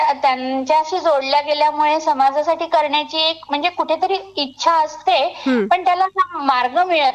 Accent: Akola, Maharashtra, India; born or raised there; also born or lived in Mumbai

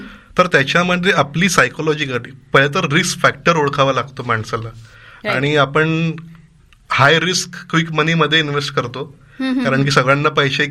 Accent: Jalgaon, Maharashtra, India; माझं बालपण म्हणजे born and brought up in Jalgaon only.

